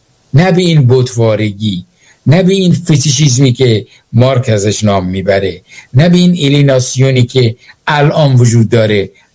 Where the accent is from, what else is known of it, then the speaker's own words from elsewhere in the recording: Iran; also born or lived in England; now in Sweden; با من اصلا از ایران میام